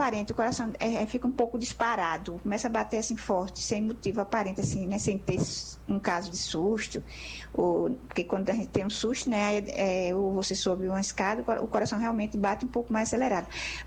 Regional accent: Pernambuco, Brazil; Boa tarde … sou de Casa Amarela, tenho 60 anos.

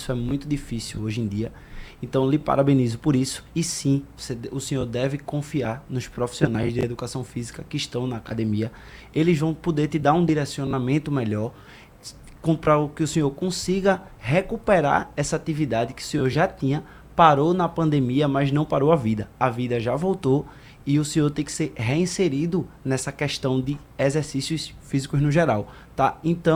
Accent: Olinda, Pernambuco, Brazil; Também sou de Olinda

